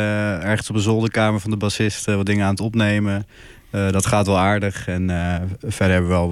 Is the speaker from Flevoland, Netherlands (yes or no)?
yes; Emmeloord, Flevoland, Netherlands; 30 jaar, kom uit Emmeloord.